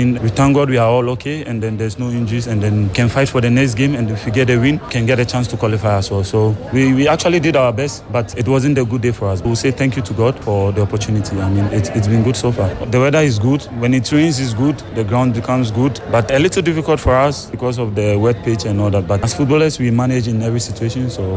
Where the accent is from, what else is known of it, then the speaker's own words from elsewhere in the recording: Ghana; English is a second language; I'm from Ghana and I'm a player for Nyoka FC for Durant Cup tournament.